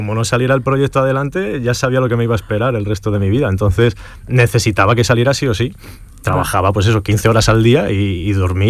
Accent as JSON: {"language": "Spanish", "town": "Salamanca", "region": "Castile and León", "country": "Spain", "moved": "yes", "lives_now": "El Portil, Spain", "said": "Yo vengo de Salamanca, sí."}